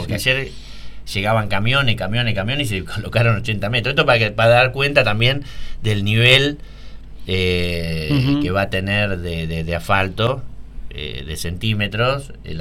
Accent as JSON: {"language": "Spanish", "country": "Argentina", "said": "Te lo digo como joven argentino, te lo digo por mi hijo."}